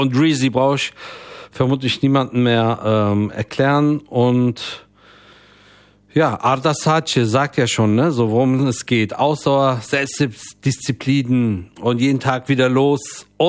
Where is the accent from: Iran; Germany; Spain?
Germany; Frankfurt, Hesse; Und das sage ich als gebürtiger Frankfurter, der aus diesem Dorf irgendwie nie rausgekommen ist, so wirklich.